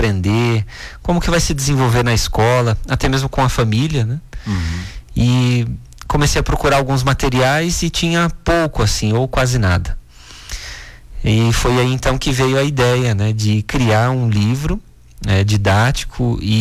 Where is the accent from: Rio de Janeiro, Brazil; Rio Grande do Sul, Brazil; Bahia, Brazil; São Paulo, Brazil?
São Paulo, Brazil; Bom, eu sou natural de São Paulo